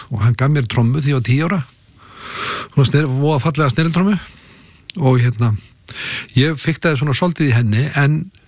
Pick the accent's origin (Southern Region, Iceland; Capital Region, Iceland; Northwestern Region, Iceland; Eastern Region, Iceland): Capital Region, Iceland; Kópavogur; also born or lived in Long Island, United States; Já, já, ég eldi upp í Kópavogur.